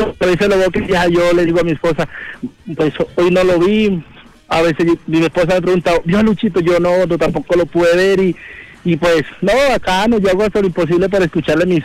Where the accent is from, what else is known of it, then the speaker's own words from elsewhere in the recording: Montería, Córdoba, Colombia; Yo soy de Córdoba, Montería.